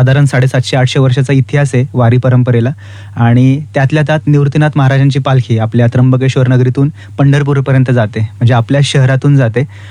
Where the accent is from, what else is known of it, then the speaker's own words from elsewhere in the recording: Nashik, Maharashtra, India; मी नाशिकचा आहे तर मला इथे जवळ घर होतं माझं.